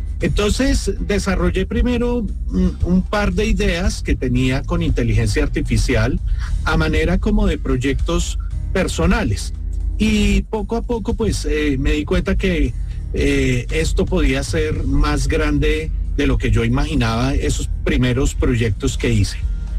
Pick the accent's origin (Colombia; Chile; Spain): Colombia; now in Chía, Colombia; Colombiano viviendo en nuestro amado país. Aquí en Colombia, vivo en Chía, a las afueras de Bogotá